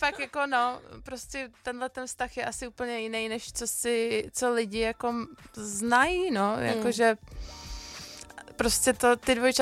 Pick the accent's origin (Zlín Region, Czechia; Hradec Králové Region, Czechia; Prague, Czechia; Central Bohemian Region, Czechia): Prague, Czechia; No, tak my jsme z Prahy, prostě ze sídliště z Modřan, takže...